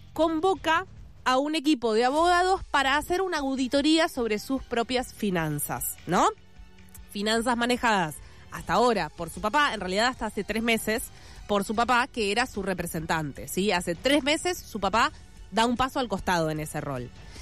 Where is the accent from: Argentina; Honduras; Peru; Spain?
Argentina; La Matanza, Buenos Aires Province; yo soy de La Matanza, amo La Matanza, pero Mar del Plata es la ciudad más linda del país.